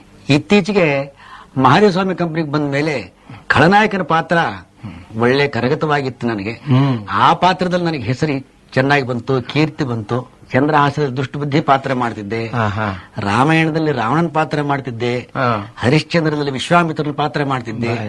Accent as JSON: {"language": "Kannada", "town": "Hanumasagar", "region": "Karnataka", "country": "India", "tie": "born there", "said": "ನಂದು ಹುಟ್ಟಿದ ಸ್ಥಳ ರಾಯಚೂರು ಡಿಸ್ಟ್ರಿಕ್ಟ್ ಕುಷ್ಟಗಿ ತಾಲೂಕು ಹನುಮಸಾಗರ ಅಂತ."}